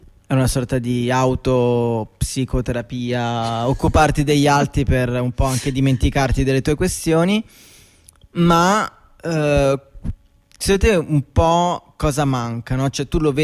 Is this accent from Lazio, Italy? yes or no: yes; Rome, Lazio, Italy; Io vengo da Roma